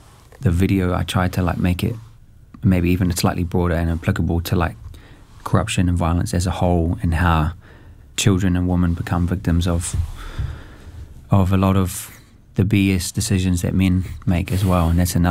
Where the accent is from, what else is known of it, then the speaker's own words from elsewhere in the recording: Papua New Guinea; my home country, Papua New Guinea, it battles with corruption at quite a, at all levels